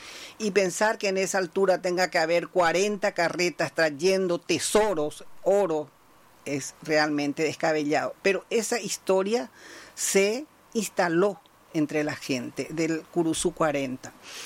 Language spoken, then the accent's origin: Spanish; Paraguarí, Paraguay; yo soy de Paraguarí